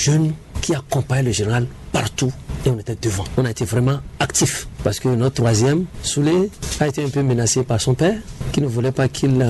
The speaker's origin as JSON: {"language": "French", "country": "Benin", "moved": "yes", "said": "Moi aussi, j'ai expliqué que je venais de Boycon. Je ne suis pas né à Cotonou"}